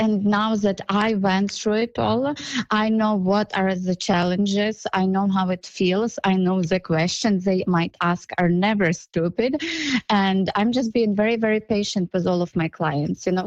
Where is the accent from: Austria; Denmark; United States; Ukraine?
Ukraine; let's say I'm from Ukraine, and in Ukraine, we don't use credit cards that much.